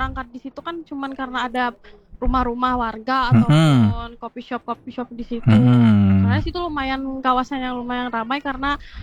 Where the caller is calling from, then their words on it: Palangkaraya, Central Kalimantan, Indonesia; kebetulan saya warga Palangkaraya.